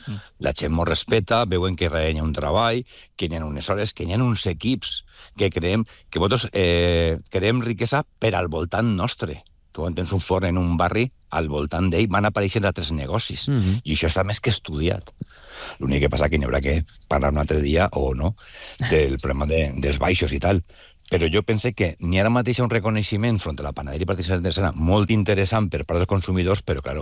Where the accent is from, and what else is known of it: Valencia, Valencian Community, Spain